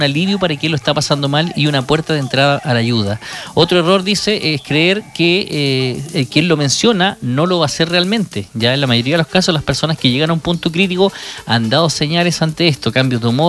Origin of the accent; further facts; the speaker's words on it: Chile; Somos chilenos, pues, viejo, queremos a nuestro país, por supuesto.